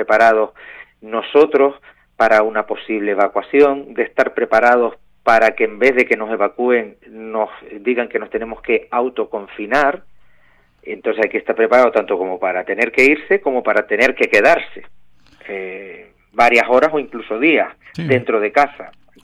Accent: Canary Islands, Spain; lo que nos une como canarios en la celebración de nuestro día el 30 de mayo.

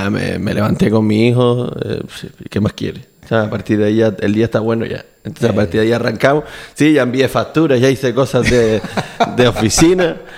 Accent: Fuerteventura, Canary Islands, Spain; moved away as an adult; now in Gran Canaria, Spain; nací en Gran Canaria, pero mi madre es profesora y me llevó para allá de pequeño. Y después realmente volví a los 20, 21 otra vez para acá.

